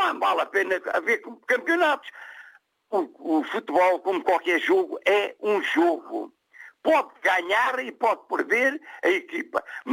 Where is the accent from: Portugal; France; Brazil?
Portugal; Torres Vedras, Lisbon; born there; da minha terra, Torres Vedras